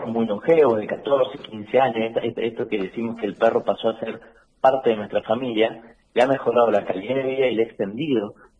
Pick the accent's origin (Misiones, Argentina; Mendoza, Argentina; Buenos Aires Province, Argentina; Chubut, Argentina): Mendoza, Argentina; Real del Padre; Yo soy de Real del Padre.